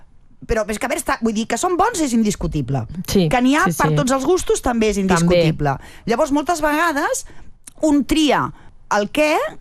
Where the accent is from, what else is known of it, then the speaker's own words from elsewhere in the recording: Barcelona, Catalonia, Spain; Jo vaig a la bodega, a la Etxapallà del meu barri, que soc de Nou Barris, i ja saben el que...